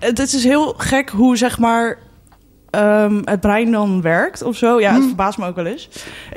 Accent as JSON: {"language": "Dutch", "town": "Amsterdam", "region": "North Holland", "country": "Netherlands", "said": "mijn oma vraagt dan, waar kom jij vandaan? Dan zeg ik uit Amsterdam."}